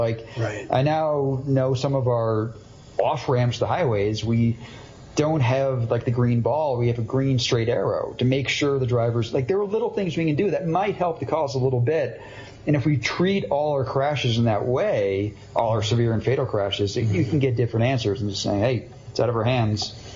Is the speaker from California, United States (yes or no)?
no; Massachusetts, United States; growing up near Boston.